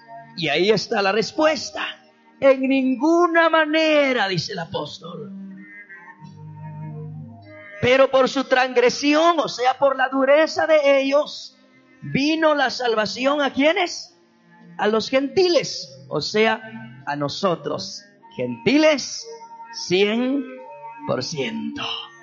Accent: Guatemala

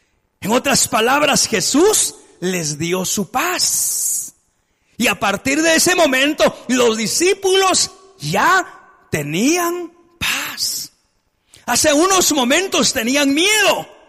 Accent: Guatemala; Todos en Guatemala salíamos, entrábamos, íbamos a la tienda, íbamos al mercado, íbamos al trabajo, tranquilos, felices.

